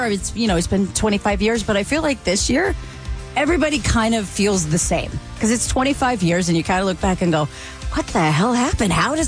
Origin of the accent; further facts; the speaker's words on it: New York, United States; moved away; I'm from New York. I was home, you know, I was there that day